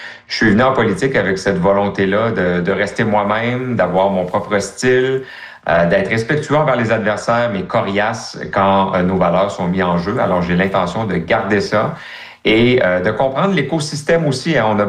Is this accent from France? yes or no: no; Quebec, Canada; Moi, je suis un fier francophone, je suis un fier québécois. Je veux qu'on protège notre culture, notre identité, notre langue.